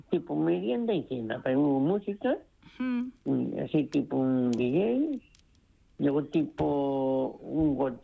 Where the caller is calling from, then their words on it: Ponteareas, Galicia, Spain; Yo soy de Pontareas.